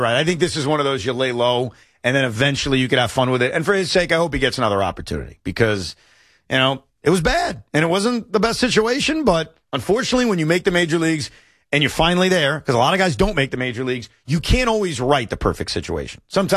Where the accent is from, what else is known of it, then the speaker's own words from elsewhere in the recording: Long Island, New York, United States; I'm from Long Island.